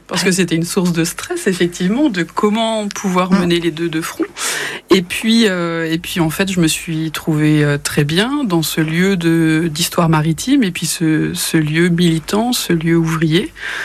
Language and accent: French; Trélazé, Pays de la Loire, France; moi je viens de Trélazé, dans le Maine-et-Loire.